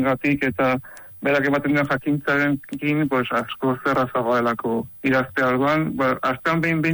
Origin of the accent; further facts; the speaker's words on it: San Sebastián, Basque Country, Spain; now in Errenteria, Spain; ni Donostiarra naiz, Errenterian bizi naiz